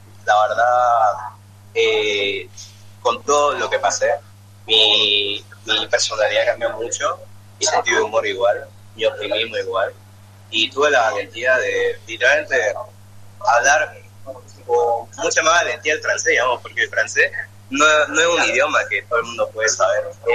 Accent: Uruguay; Creo que soy de Uruguay

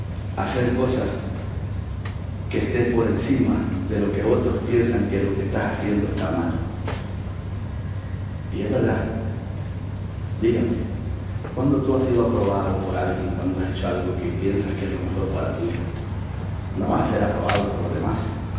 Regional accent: El Salvador; en mi país, El Salvador, al menos de donde yo crecí

